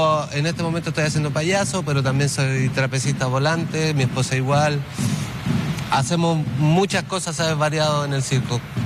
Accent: Chile; moved away as an adult; nosotros somos de Chile, ya este... Es nuestro tercer año ya por acá, por Europa.

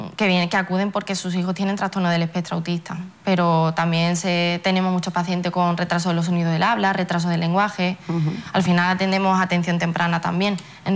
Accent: Ceuta, Spain; todos los que somos de Ceuta

